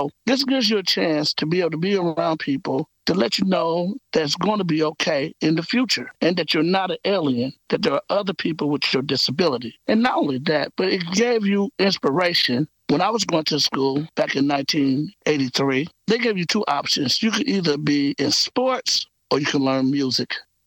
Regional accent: Kansas City, Missouri, United States; now in St. Louis, United States; I'm originally from Kansas City, a family of four.

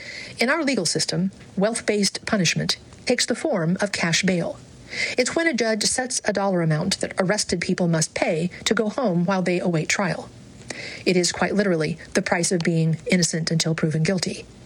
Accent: North Carolina, United States; now in New York City, United States; my home state of North Carolina

